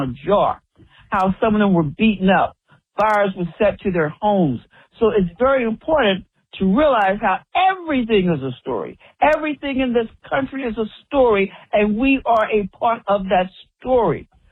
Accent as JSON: {"language": "English", "town": "Alcoa", "region": "Tennessee", "country": "United States", "tie": "born or raised there", "moved": "yes", "said": "I was born and raised in Alcoa, Tennessee, which is at the foothills of the Great Smoky Mountains. It's an aluminum town. That's how it got its name."}